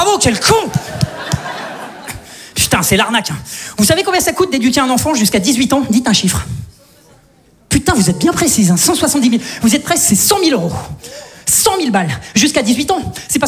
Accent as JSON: {"language": "French", "town": "Saint-Étienne", "region": "Auvergne-Rhône-Alpes", "country": "France", "said": "Tu vois, moi, je viens de Saint-Étienne. Tu vois. Globalement, chez nous, t'as faim, tu prends une arbalète, tu vas chasser, ça s'arrête là, quoi."}